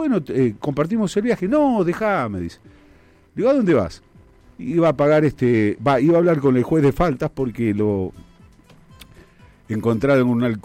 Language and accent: Spanish; Greater Buenos Aires, Argentina; los porteños somos yeístas. Nos encanta la R. Decimos lluvia. Ay, cómo somos los porteños. O los que vivimos en el AMBA en realidad.